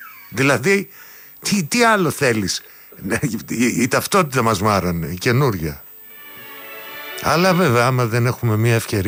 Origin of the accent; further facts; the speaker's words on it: Crete, Greece; Από την Κρήτη είμαι, από την Κρήτη.